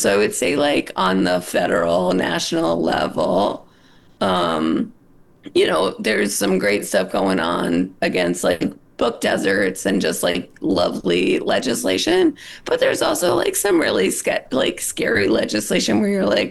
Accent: Philadelphia, Pennsylvania, United States; now in Washington, United States; I'm in D.C. right now. And I'm from Philly, but I love Utah.

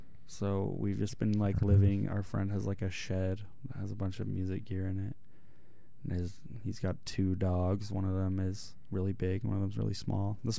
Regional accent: Salt Lake City, Utah, United States; I'm from Salt Lake. Born and raised. Born and bred, yeah.

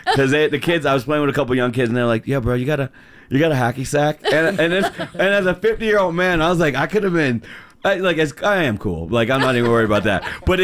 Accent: United States; as an American

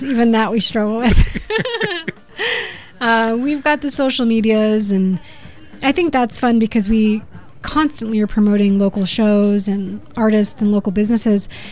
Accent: the Bay Area, California, United States; moved away; But we're all from the Bay.

